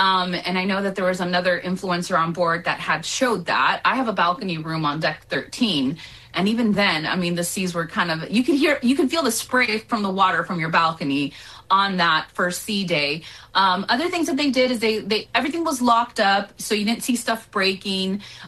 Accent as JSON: {"language": "English", "region": "California", "country": "United States", "said": "I'm from California"}